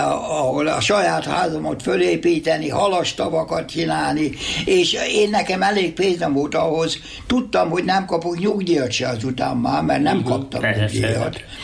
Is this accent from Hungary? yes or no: yes; Hungary; moved away as an adult; now in Australia; Én voltam az első magyar